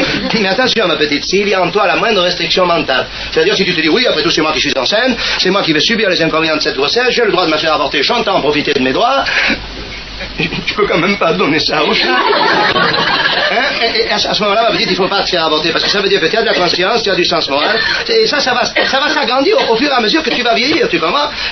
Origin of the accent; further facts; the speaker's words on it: Southern France, France